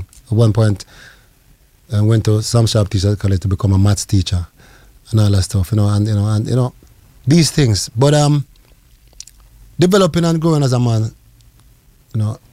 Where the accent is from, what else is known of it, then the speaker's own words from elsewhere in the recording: Jamaica; now in United States; Because when I came from Jamaica, I left and went straight into the ghetto.